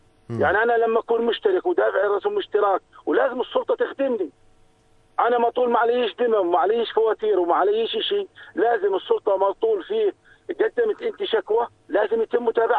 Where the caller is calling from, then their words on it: Kufranja, Ajloun Governorate, Jordan; من عجلون كفرنجي يا سيدي.